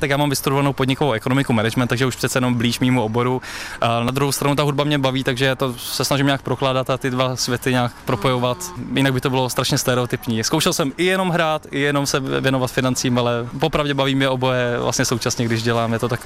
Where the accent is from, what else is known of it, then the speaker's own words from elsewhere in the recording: Hradec Králové, Hradec Králové Region, Czechia; moved away as an adult; also born or lived in Iowa City, United States / Jičín; now in Brno, Czechia; žili jsme rok v Jičíně a potom jsme žili vlastně v Hradci, takže jsem původně Hradečák, já se považuji za Hradečáka, protože to, co si pamatuje, je v podstatě jenom Hradec, jo, a Jičín možná.